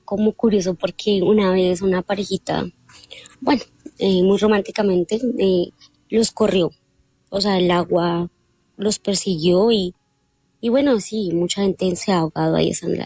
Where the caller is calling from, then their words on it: Ubalá, Cundinamarca, Colombia; Soy de Ubalá, Cundinamarca.